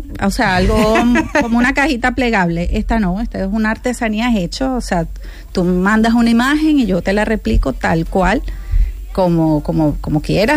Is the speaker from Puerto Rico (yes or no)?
no; Venezuela; moved away as an adult; now in Huelva, Spain; yo soy de Venezuela, pero ya tengo muchísimos años aquí.